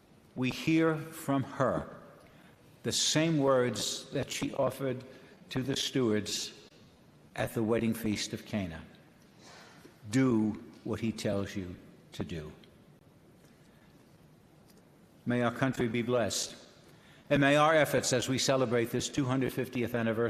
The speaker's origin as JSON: {"language": "English", "country": "United States"}